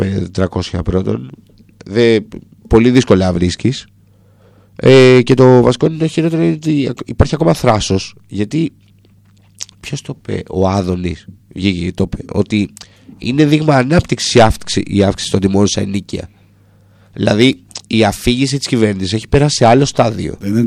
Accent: Greece; Λέω είμαι Έλληνας. Ωραία. Αγαπάω την πατρίδα μου

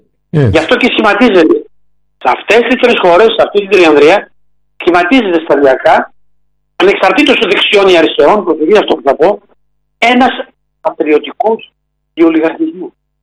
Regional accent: Greece; είμαστε Έλληνες εδώ.

